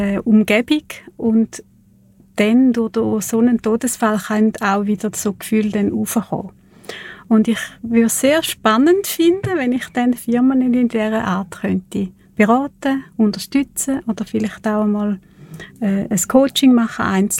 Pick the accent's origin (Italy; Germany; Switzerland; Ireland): Switzerland; Thurgau; accent: Thurgau dialect